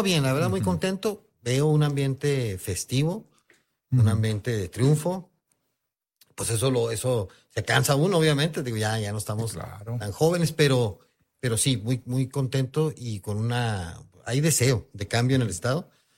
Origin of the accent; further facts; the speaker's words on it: Ciudad Juárez, Chihuahua, Mexico; born there; Yo nací en Juárez hace 57 años. Mis padres, mi papá nació en Santa Bárbara, Chihuahua. Mi mamá nació en Juárez.